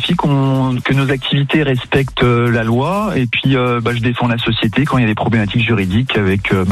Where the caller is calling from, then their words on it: Brest, Brittany, France; on est très bien à Brest.